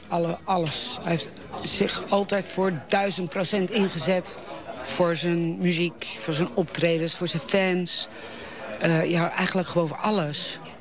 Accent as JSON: {"language": "Dutch", "town": "Raar", "region": "Limburg", "country": "Netherlands", "said": "Ik kom uit Raar, ja."}